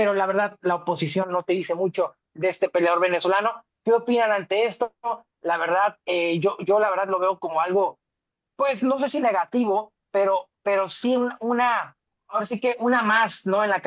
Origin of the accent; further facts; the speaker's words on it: Tijuana, Baja California, Mexico; nos hemos, porque pues soy tijuanense, no hablo como un fan, ¿no?